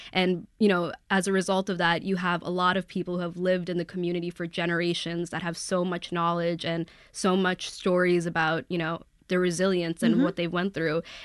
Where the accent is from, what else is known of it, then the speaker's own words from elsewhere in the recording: Bronx, New York, United States; So I'm from Throgs Neck, and, you know, Throgs Neck could be really sectioned off. It's very suburban. It's away from a lot of the trains. And just being a reporter from the Bronx